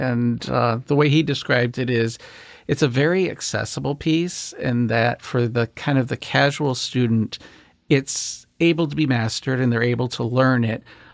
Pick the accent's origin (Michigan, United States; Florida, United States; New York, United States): Michigan, United States; Okemos; I grew up in the Okemos area, went away to school at that other school at U of M for undergrad and law school, and now I am an attorney in the Lansing area